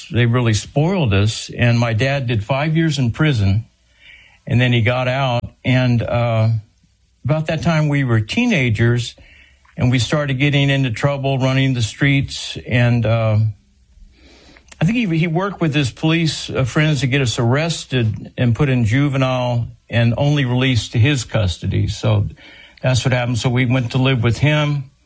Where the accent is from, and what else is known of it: San Antonio, Texas, United States; born there